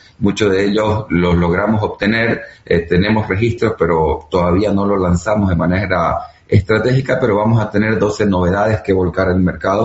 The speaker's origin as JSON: {"language": "Spanish", "country": "Bolivia", "moved": "as an adult", "lives_now": "Uruguay", "said": "Yo soy ingeniero agrónomo boliviano"}